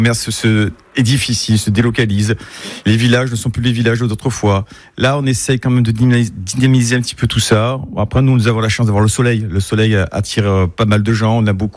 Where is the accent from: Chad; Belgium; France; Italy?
France; Sainte-Anne-d'Évenos, Provence-Alpes-Côte d'Azur; also born or lived in Ollioules; moi, à la base, je suis d'Olioul, élevé à Olioul, on va dire entre parenthèses. Puis j'ai grandi à Saint-Anne-et-Menos.